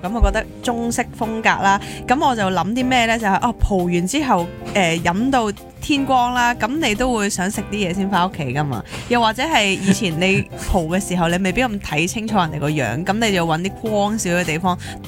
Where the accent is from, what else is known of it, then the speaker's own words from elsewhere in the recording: Hong Kong; 酒楼呢样嘢系一个即系我哋香港人唔同世代都好都会做嘅嘢噶嘛，